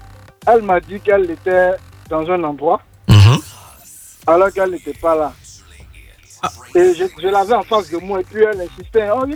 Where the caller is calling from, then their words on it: Abidjan, Côte d’Ivoire; J'appelle d'Abidjan.